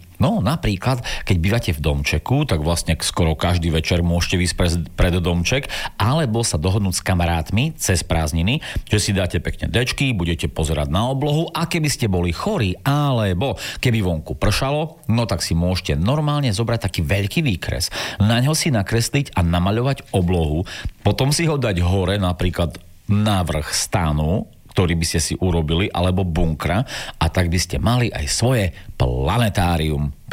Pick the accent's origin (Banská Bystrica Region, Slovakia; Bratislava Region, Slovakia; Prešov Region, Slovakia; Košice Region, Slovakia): Prešov Region, Slovakia; Bardejov; o bytovke, v ktorej som vyrastal v Bardejove, o K5-ke.